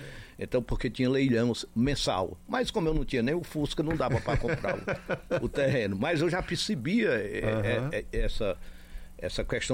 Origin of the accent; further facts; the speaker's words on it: Icó, Ceará, Brazil; born there; moved away as an adult; also born or lived in Brasília; now in Fortaleza, Brazil; nasci no Icó.